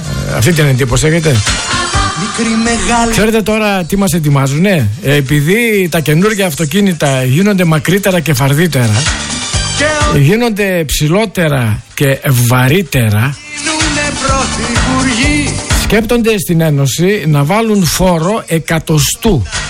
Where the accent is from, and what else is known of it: Greece